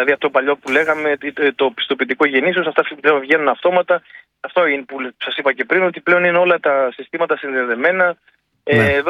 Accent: Greece

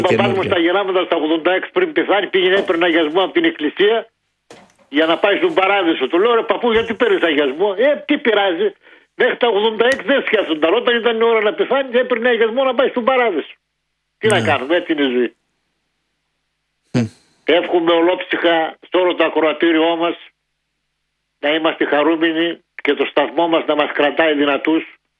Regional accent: Drama, Eastern Macedonia and Thrace, Greece; Το μόνο καλό φέτος που έχει η πατρίδα μου Μανώλη και εδώ η Δράμα μας, η νεκρή Δράμα μας πεθαμένη, έχουμε έναν κάμπο φέτος ευλογημένο.

